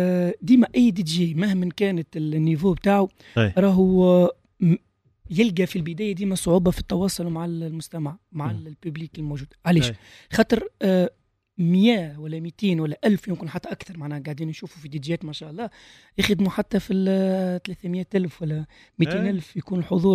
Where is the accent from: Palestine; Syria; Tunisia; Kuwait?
Tunisia; موجوده عندنا في تونس